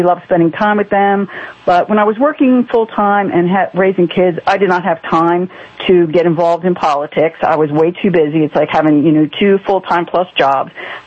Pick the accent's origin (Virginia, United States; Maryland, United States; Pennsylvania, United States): Maryland, United States; Baltimore; moved away as an adult; now in Harford County, United States; Me personally, I grew up in Baltimore City. My dad was looking to move to Harford County, so I rode the bus from Baltimore City out to John Carroll for high school.